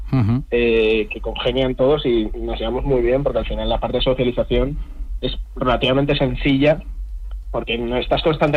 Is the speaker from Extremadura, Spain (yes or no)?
no; Madrid, Community of Madrid, Spain; pero yo soy de Madrid